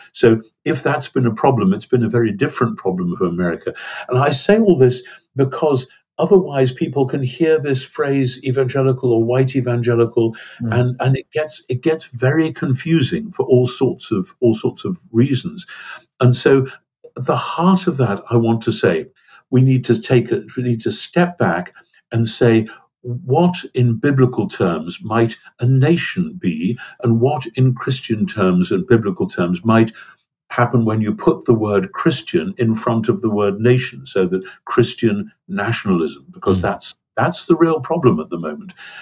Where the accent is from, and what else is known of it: United Kingdom